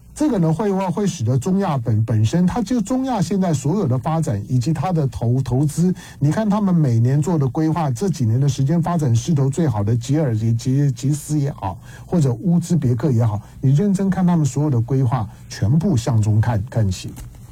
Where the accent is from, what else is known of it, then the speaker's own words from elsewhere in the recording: Taiwan; born there; 我都说我是一个在台湾出生的中国人，我是一个在台湾出生的统派